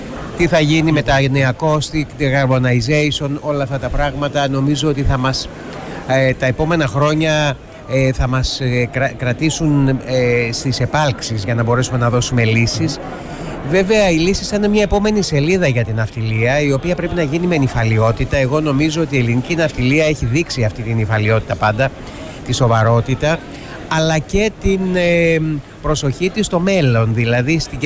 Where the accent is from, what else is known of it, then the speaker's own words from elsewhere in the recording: Greece; το οποίο είναι το πρώτο που με ενδιαφέρει σαν Έλληνας.